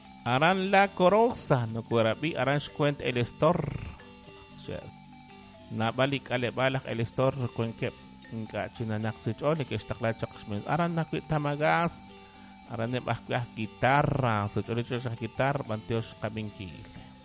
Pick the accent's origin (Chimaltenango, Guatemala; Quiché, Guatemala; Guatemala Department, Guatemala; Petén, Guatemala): Petén, Guatemala; San Luis; moved away; Soy de San Luis Petén, Jan, me acabo de bailar las arpas, lástima, estoy lejos de mi país.